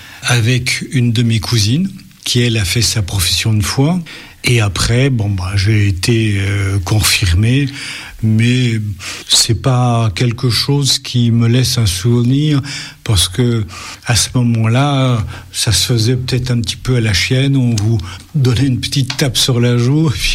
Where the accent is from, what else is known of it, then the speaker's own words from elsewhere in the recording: Grand Est, France; moi je suis lorrain, fier d'être lorrain, et je mourrai lorrain.